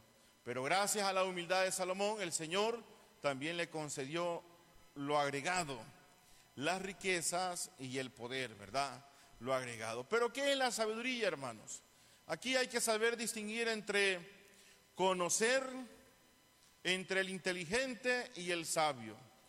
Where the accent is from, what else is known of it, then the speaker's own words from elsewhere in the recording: Conchagua, La Unión, El Salvador; now in Santiago de María, El Salvador; yo soy originario de Conchagua, ¿verdad? Del distrito de Conchagua. Somos del mismo departamento